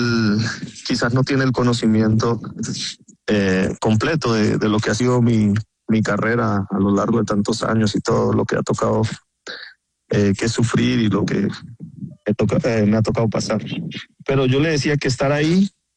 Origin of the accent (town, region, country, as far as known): Colombia